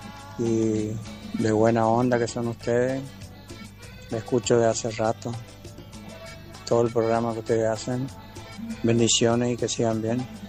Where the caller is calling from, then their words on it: Apóstoles, Misiones, Argentina; de Estación